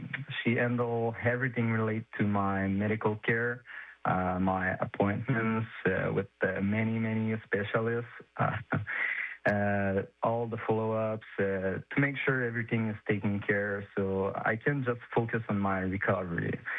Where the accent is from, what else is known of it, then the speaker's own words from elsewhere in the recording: Victoriaville, Quebec, Canada; the finish line was Victoriaville, my hometown